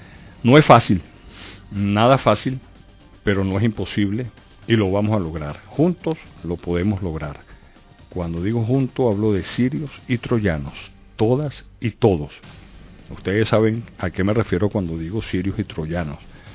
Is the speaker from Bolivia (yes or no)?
no; Venezuela; uno cada vez se asombra más de ver cómo somos los venezolanos en este tipo de situaciones tan difíciles, tan complejas.